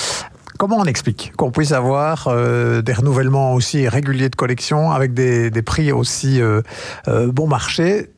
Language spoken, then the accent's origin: French; Belgium